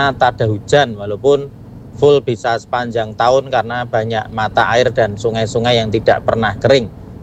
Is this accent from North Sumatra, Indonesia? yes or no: no; Suruh, Central Java, Indonesia; Kalau saya kan asli Salatiga Suruh.